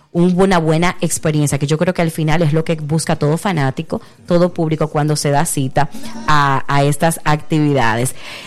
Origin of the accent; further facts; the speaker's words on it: Dominican Republic; vamos a estar presenciando y viviendo como público, como dominicanos y dominicanas